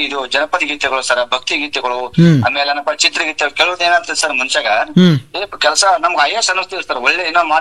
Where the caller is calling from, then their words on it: Arjunagi, Karnataka, India; Afzalpur ತಾಲೂಕ ಅರ್ಜುನಿಗೆ ಕುಗ್ರಾಮ್ sir.